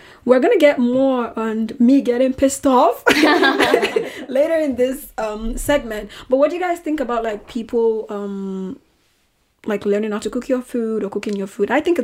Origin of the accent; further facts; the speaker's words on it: Nigeria; moved away; When I meet people and I say I'm from Nigeria